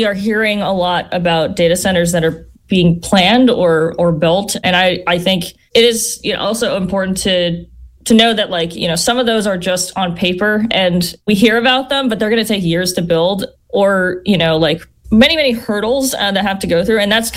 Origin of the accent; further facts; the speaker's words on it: Las Vegas, Nevada, United States; I'm from Las Vegas, by the way.